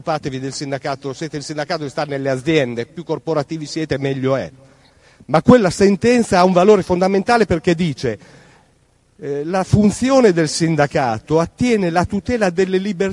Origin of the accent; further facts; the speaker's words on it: Bologna, Emilia-Romagna, Italy; io sono bolognese, emiliano romagnolo, per cui la conosco purtroppo molto bene